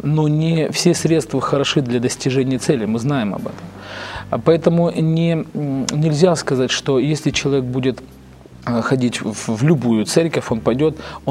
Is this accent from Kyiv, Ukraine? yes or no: no; Dnipro, Dnipropetrovsk Oblast, Ukraine; И когда я говорю, что вот по национальности я татарин, все очень четко определяют: ты мусульманин. Но когда спрашивали, откуда я приехал, я говорил: из Днепропетровска, с Украины.